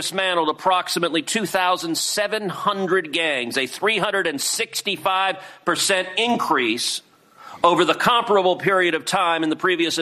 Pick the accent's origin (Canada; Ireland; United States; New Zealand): United States; Texas; And across my home state of Texas, Operation Soteria Shield rescued 89 children and resulted in 276 child exploitation arrests.